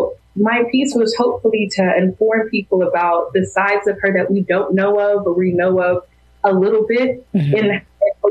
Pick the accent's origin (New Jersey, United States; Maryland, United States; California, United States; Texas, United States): Texas, United States; I'm from Texas, so I grew up with country music.